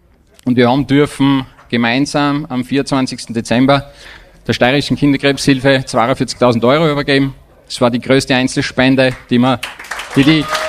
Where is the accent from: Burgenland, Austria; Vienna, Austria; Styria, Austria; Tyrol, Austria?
Styria, Austria; Anger; ich bin nicht weit von da daheim. Ich komme aus Anger.